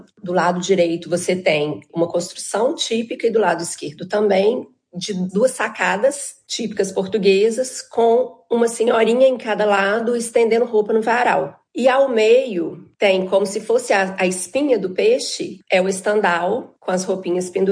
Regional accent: Brazil; E eu sou brasileira.

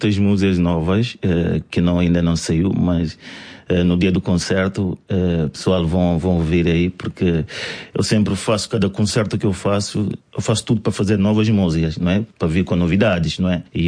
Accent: Guinea-Bissau; now in Paris, France; Mas é a minha terra na mesma.

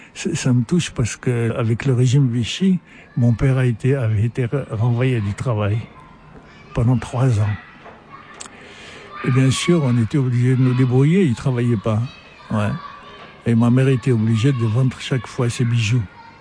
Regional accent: Morocco; Ah, je venais, bon, j'avais du Maroc, j'avais mon milieu au Maroc

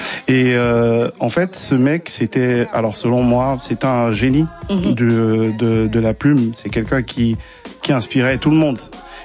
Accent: Nairobi, Kenya; on a grandi à Nairobi au Kenya.

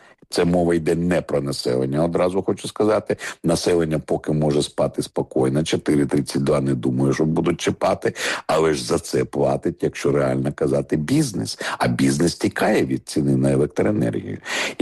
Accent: Vinnytsia, Vinnytsia Oblast, Ukraine; 200 кілометрів відійти від Києва в Вінниці, мирне місто, це моє рідне місто, я не хочу образити вінничан

